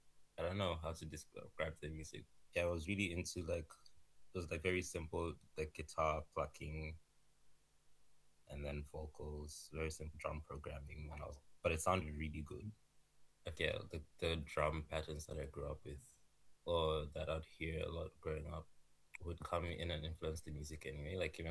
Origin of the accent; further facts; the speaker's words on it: Malawi; moved away as an adult; Yeah, so I'm Zambian. Both my parents are Zambian, and then I grew up in Malawi. I moved here when I was 19 or 20.